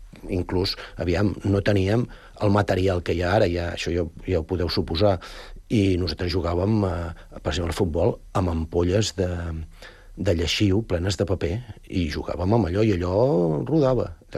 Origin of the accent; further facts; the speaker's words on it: Sant Vicenç de Castellet, Catalonia, Spain; moved away as an adult; now in Sant Cugat del Vallès, Spain; La meva infància, la meva adolescència, els millors anys de la meva vida hem passat a Sant Vicenç.